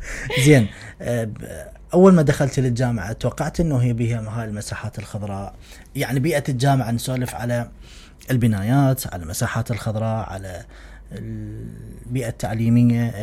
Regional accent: Iraq; احنا مشكلتنا بالعراق

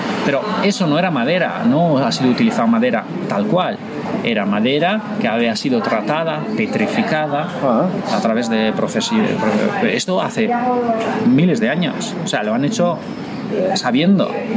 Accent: Italy; Tú conoces Venecia, yo soy italiano y yo he estado en Venecia varias veces con el agua en la plaza.

